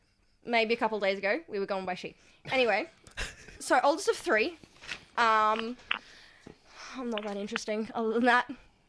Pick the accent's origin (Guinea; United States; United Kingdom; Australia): Australia; Townsville, Queensland; I was born and raised in Townsville, Queensland.